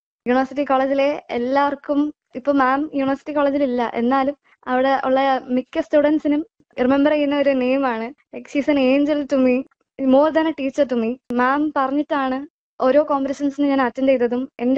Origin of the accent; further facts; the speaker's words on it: Nagercoil, Tamil Nadu, India; moved away as an adult; Nagercoil സ്വദേശിനിയാണ്